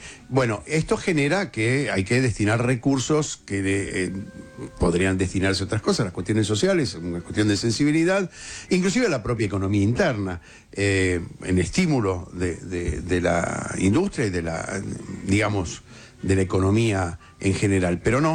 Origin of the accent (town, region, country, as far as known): Argentina